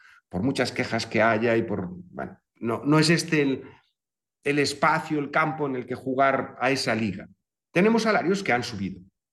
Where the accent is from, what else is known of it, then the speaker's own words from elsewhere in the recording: Lugo, Galicia, Spain; el recuerdo que tengo de mi infancia, por lo menos en Lugo